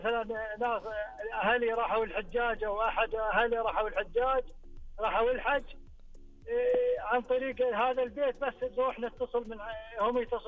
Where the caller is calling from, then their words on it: Al-Ahsa, Eastern Province, Saudi Arabia; انا من الاحساء.